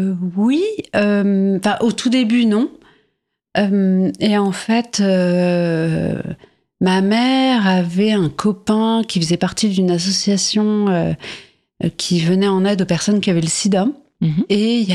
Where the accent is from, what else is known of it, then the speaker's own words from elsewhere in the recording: France; born there; Je suis née en France, ouais.